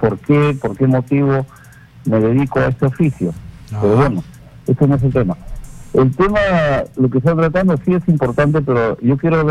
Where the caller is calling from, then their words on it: Lima, Peru; El Agustino.